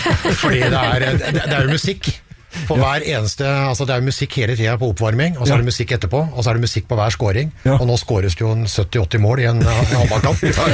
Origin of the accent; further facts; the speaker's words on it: Hamar, Innlandet, Norway; altså jeg er jo fra Hamar, så der er vi interessert i puck også.